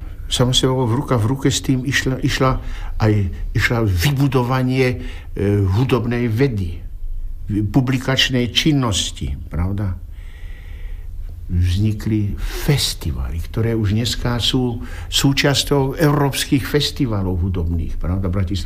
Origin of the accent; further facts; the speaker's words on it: Banská Bystrica, Banská Bystrica Region, Slovakia; Tak môj rodný kraj, tak tá Banská Bystrica, ten rodný kraj, to človek už nepozná.